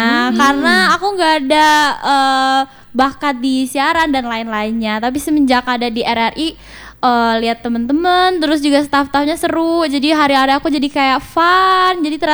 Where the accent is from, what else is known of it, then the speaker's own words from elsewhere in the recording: Agam, West Sumatra, Indonesia; Enggak dong, aslinya Agam.